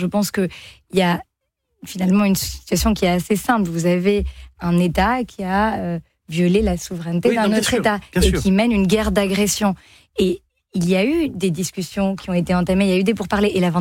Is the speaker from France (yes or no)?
yes; France; Moi, je vais vous dire, moi, je suis 100% française. Pourtant, j'ai une mère dominicaine, pourtant j'ai grandi dans les Caraïbes